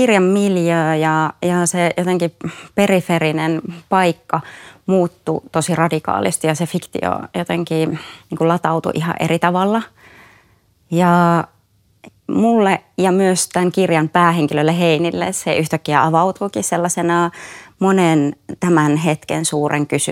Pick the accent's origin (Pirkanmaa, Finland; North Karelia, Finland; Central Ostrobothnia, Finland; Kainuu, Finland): Kainuu, Finland; Ja mä oon itse kotoisin Kainuusta ja se on mulle tuttua, niin kuin tuttua maisemaa.